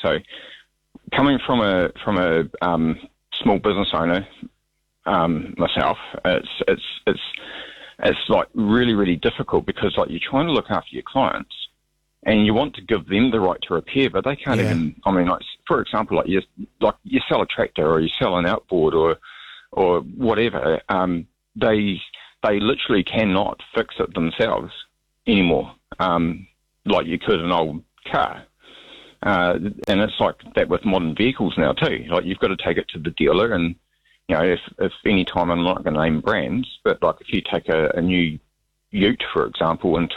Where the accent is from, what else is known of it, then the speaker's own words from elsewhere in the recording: Stewart Island, Southland, New Zealand; I hate that phone number because it's got 1080 in it, and I'm from Stewart Island.